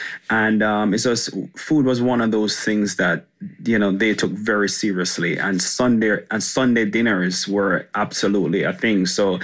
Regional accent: Kingston, Jamaica; So I grew up with my mom, you know, single mom of four. And we grew up downtown Kingston, which, we had our own struggles

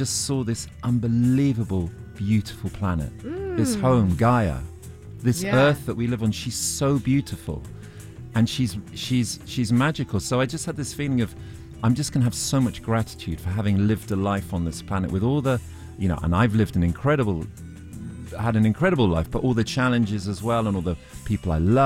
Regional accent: Oxford, South East England, United Kingdom; moved away; I grew up in Oxford

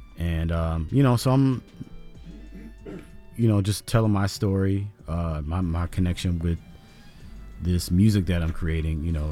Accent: Washington, District of Columbia, United States; I grew up in Washington, D.C.

